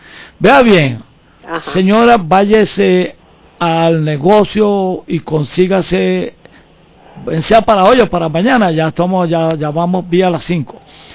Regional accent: Venezuela; born there; moved away; Yo nací en Boca de Drago, a 17 para 18 horas de aquí de la ciudad capital.

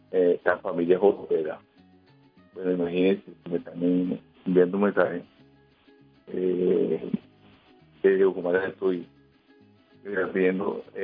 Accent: Venezuela

